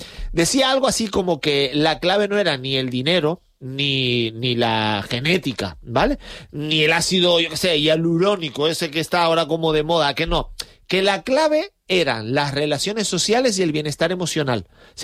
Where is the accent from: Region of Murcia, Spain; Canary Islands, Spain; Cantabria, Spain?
Canary Islands, Spain; Santa Cruz de Tenerife